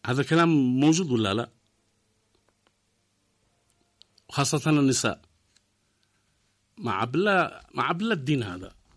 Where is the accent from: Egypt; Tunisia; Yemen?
Yemen